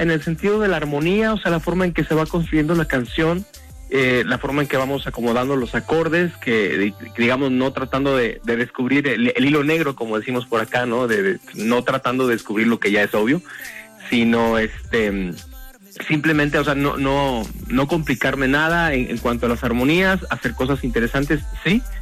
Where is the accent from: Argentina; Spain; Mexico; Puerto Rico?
Mexico; Guadalajara, Jalisco; also born or lived in Mexico City; yo soy de Guadalajara. Nací en la capital del país, nací en la Ciudad de México. Sin embargo, mucha parte de mi vida, más bien toda, ¿no?, desde bebé